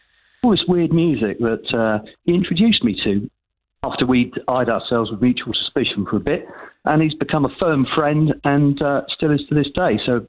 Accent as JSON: {"language": "English", "region": "South West England", "country": "United Kingdom", "tie": "born or raised there", "moved": "yes", "lives_now": "Bexley, United Kingdom", "said": "I grew up in Cornwall"}